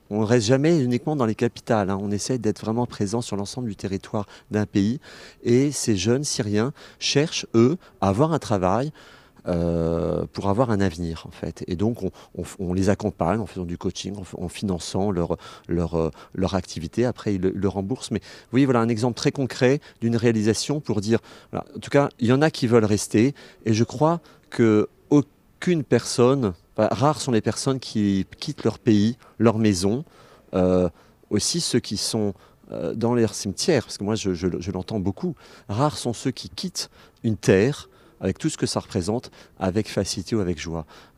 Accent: France; nous sommes français

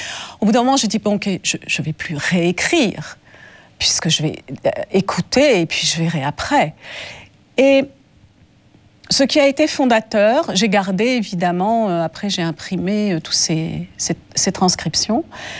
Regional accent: France; accent: French; on a remarqué mon accent français.

